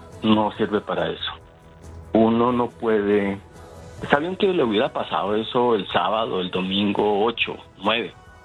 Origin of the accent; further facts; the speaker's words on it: Colombia; Sí, como colombiano digo, no, Julio, no sirvió, punto.